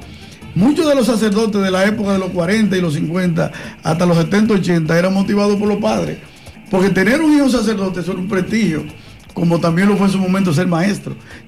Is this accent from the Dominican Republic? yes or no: yes; Dominican Republic; nosotros los dominicanos es lo contrario